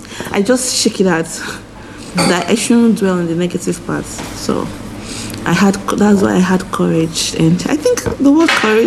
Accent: Nigeria; moved away as an adult; now in Ireland; The way we grew up in Nigeria

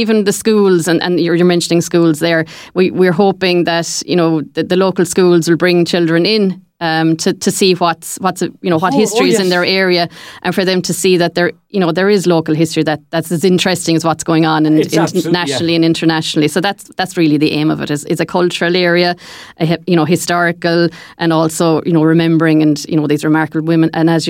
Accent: Youghal, Munster, Ireland; I'm from Yall and I went to secondary school in the Pres in the Loretto

